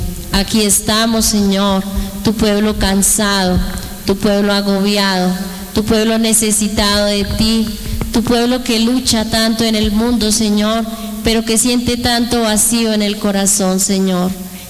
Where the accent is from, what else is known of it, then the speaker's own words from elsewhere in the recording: Colombia; Hoy postrados aquí como colombianos